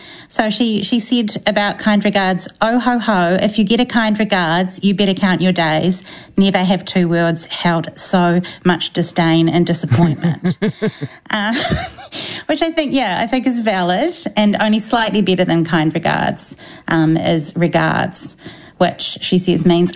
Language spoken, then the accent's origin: English; New Zealand; It feels important to do that as a New Zealander